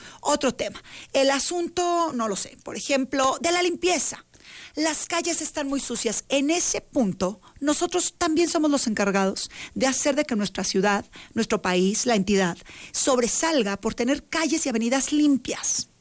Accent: Mexico; Somos mexicanos

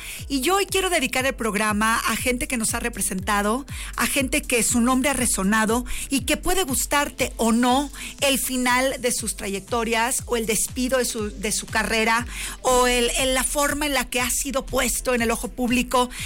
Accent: Mexico; nosotros como mexicanos

